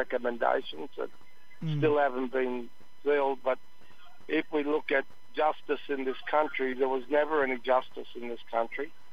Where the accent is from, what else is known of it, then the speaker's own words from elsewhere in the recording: Cunnamulla, Queensland, Australia; moved away; also born or lived in Brisbane; I'm from Tullamulla, southwest Queensland, but I've operated out of Brisbane and north Queensland and nationally in our resistance for the last 40 years, 50 years.